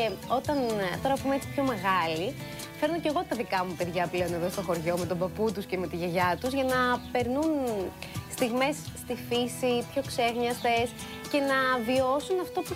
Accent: Crete, Greece; Είναι καταπληκτικά εδώ στο χωριό μου, ε!

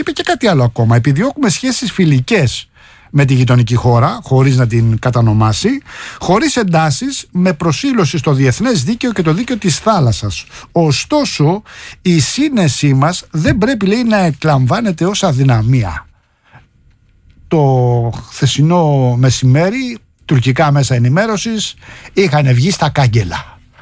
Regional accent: Rafina, Attica, Greece; moved away; στον τόπο μου τον βλέπω αλλαγμένο.

